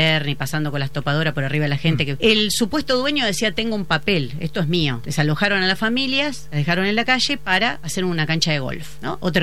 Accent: Argentina; en la Argentina hubo un genocidio de los pueblos originarios sobre el cual se empezó a construir la propiedad terrateniente de nuestro país.

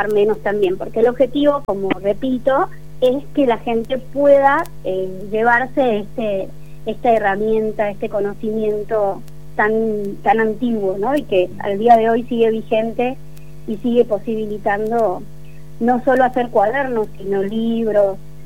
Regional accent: Argentina; moved away as an adult; Yo soy de Buenos Aires, vivo acá hace como 12 años

